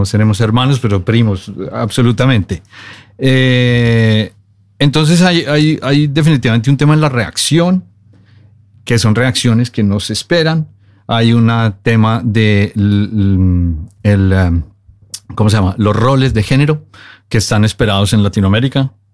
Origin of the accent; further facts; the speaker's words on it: Bogotá, Colombia; now in Norway; yo soy colombiano, soy de Bogotá. Y a través de los años, cuando llegamos acá, empezamos a hacer nuestro grupo de amigos